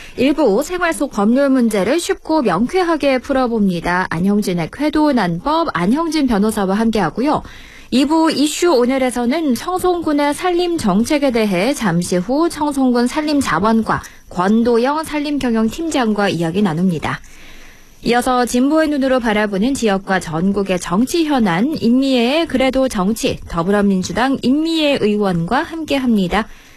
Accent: Andong, North Gyeongsang, South Korea; 우리 고향 안동

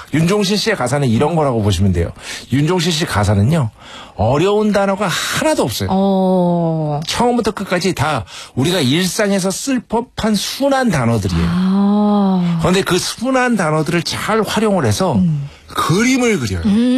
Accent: Ichon-dong, Seoul, South Korea; 이촌동이요? 옛날에 이촌동 많이 갔겠지. 저 어릴 때 살았던.

